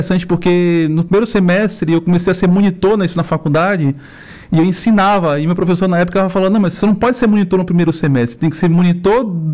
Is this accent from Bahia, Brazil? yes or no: yes; Salvador, Bahia, Brazil; now in Paranaguá, Brazil; Sou de Salvador, nasci em Salvador, né? Sou da Bahia, minha família inteira é da Bahia, perdi um pouco do sotaque.